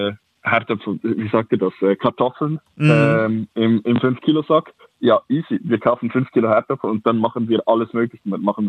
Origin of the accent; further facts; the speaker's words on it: Lucerne, Switzerland; now in Zurich, Switzerland; Den gibt es für den Kanton Luzern, wo ich herkomme, Kanton Zürich, wo ich jetzt aktuell wohne, und noch andere Kantone.